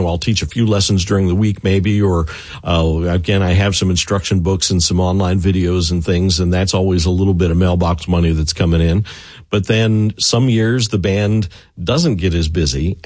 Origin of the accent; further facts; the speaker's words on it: Maryland, United States; I grew up in Anne Arundel County, Maryland, just south of Baltimore.